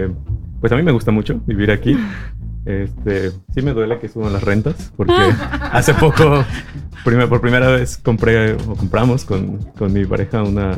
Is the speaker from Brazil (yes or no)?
no; Mexico; moved away as an adult; also born or lived in France; now in Oslo, Norway; soy originario de México y vivo ya en Oslo desde hace 9 años, pero llevo viviendo en Europa otros 5 años más. Pasé por Francia primero